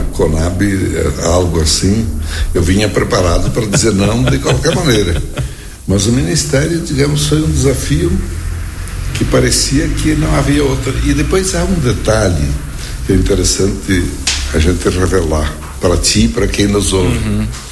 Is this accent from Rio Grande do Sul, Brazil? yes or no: yes; Amaral, Rio Grande do Sul, Brazil; Eu sempre tive orgulho de dizer que eu era de Amaral